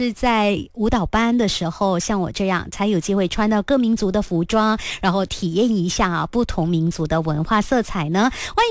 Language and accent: Chinese; Sarawak, Malaysia; 因为我家乡是沙拉越嘛，所以那里有很多的一些土著的服装是我很想尝试的。